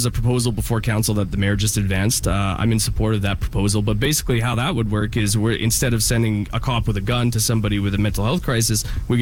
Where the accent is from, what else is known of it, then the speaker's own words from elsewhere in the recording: Winnipeg, Manitoba, Canada; So I've been born and raised in Transcona my entire life, and I'm proud of it.